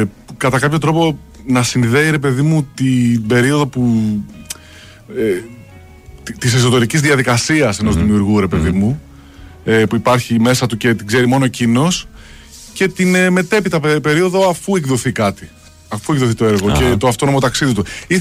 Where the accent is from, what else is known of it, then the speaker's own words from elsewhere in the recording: Vyronas, Attica, Greece; στα μέρη μας, στο Βίρονα.